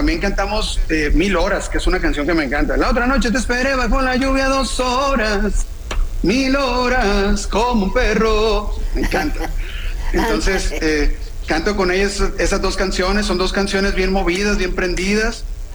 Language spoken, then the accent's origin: Spanish; Sonora, Mexico; moved away as an adult; also born or lived in Mexico City; yo tengo buen rato que me salí de mi tierra. Yo me salí de aquí, de mi tierra, en el 97.